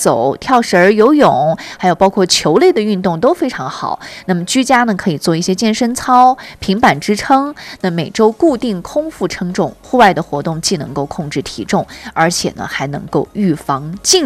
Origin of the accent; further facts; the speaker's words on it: Xinjiang, China; 都是我们新疆人在夏季啊特别爱吃的美食